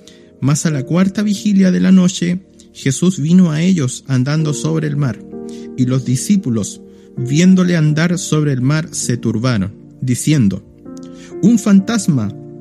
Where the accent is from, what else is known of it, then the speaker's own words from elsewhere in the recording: Dalcahue, Los Lagos, Chile; now in Valdivia, Chile; pertenecí y me crié mucho tiempo en la Iglesia del Señor, la cual ganó por su sangre, en Dalcahue. Dalcahue es un pueblito que está en la isla de Chiloé. Un pueblito muy lindo, muy hermoso.